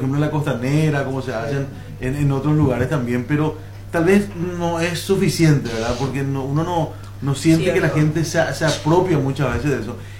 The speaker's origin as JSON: {"language": "Spanish", "country": "Paraguay", "said": "Yo soy, antes que paraguayo, soy de tal vez, tipo yo pinarense, ¿verdad?"}